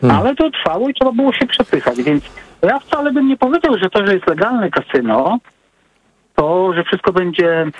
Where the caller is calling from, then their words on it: England, United Kingdom; ja z Anglii dzwonię, nie z Polski.